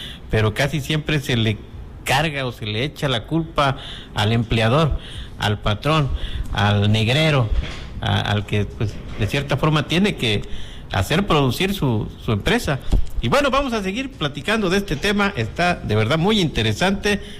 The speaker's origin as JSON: {"language": "Spanish", "country": "Mexico", "said": "aquí en México"}